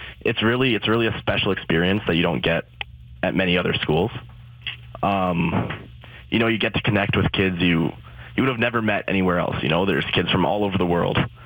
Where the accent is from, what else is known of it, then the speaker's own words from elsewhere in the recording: Calgary, Alberta, Canada; I'm originally from Calgary, Alberta.